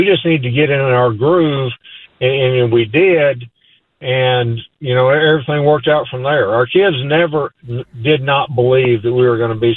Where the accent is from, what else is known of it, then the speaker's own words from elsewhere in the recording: Tennessee, United States; I always tell them, I'm not from Arkansas, I'm from Tennessee.